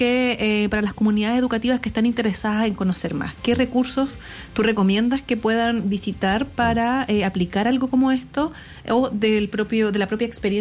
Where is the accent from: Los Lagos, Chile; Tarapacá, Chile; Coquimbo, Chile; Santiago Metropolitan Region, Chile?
Tarapacá, Chile; Iquique; yo soy de Iquique